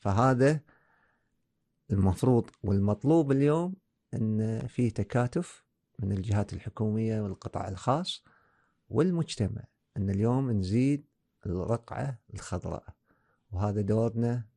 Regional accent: Kuwait; اليوم انا اتكلم كمبادر وباسم الكويت

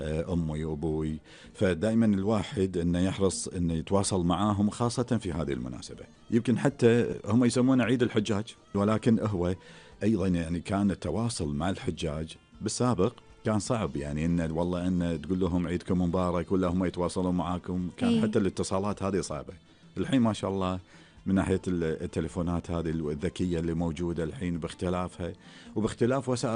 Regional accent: Kuwait

